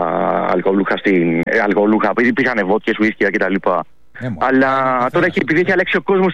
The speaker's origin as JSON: {"language": "Greek", "town": "Arta", "region": "Epirus", "country": "Greece", "said": "Καταγωγή μου είναι από Άρτα."}